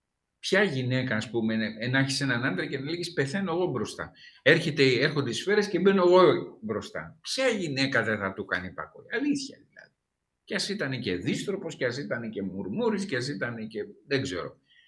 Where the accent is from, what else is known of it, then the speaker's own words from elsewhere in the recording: Crete, Greece; Εγώ είμαι από την Κρήτη.